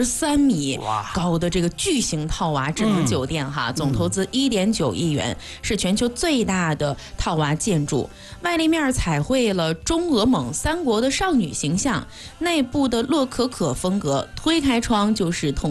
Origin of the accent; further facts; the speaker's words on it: Manzhouli, Inner Mongolia, China; 我的家乡在满洲里，然后那个我们的具体生活的地点叫扎莱诺尔